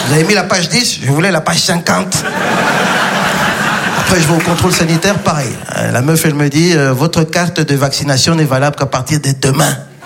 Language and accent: French; Belgium; also born or lived in Democratic Republic of the Congo; pour ceux qui ne me connaissent pas, et Dieu sait s'ils sont minoritaires. Je suis un humoriste belge d'origine congolaise, très connu en Belgique